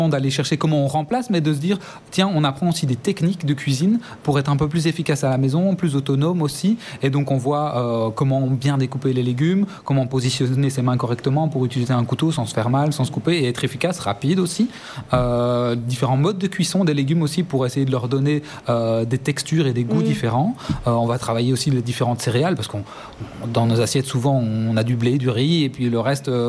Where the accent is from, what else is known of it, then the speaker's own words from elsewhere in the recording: Belgium; Oui, c'est ça, j'ai grandi à Anu, du coup dans la campagne Esbignon. Et c'est vrai que moi j'ai grandi beaucoup à l'extérieur.